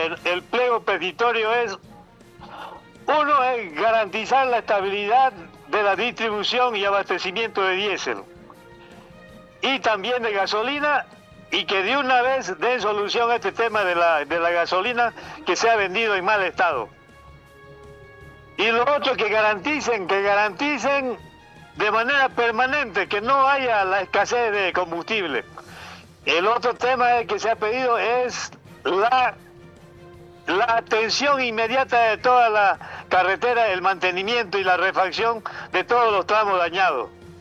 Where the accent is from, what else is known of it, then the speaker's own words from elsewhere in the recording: Bolivia; Somos hijos bolivianos también que merecemos la atención.